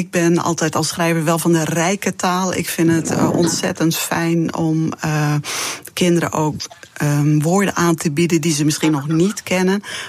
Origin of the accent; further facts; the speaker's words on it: Friesland, Netherlands; first language West Frisian; Dutch is a second language; Fries is mijn moedertaal, dus de eerste woordjes die ik leerde waren in het Fries. De eerste liedjes die ik zong waren in het Fries.